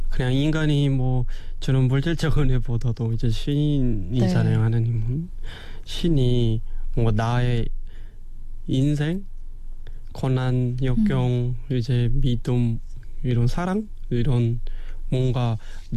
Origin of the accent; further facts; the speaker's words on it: North Korea; now in South Korea; 제가 북한에서 왔잖아요.